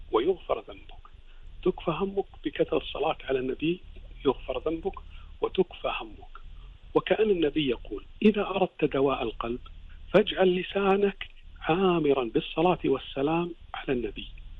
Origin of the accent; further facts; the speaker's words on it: Kuwait; هذه منتشرة عندنا بالكويت